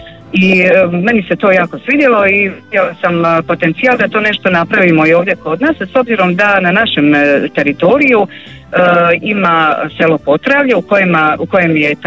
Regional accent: Split-Dalmatia County, Croatia; ovdje kod nas u Cetinskoj krajini

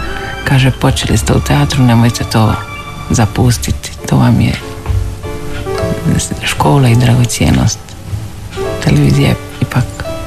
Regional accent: Vranjic, Split-Dalmatia County, Croatia; born there; rođena sam u Malom mistu i Malo misto se snimalo u mojoj kući.

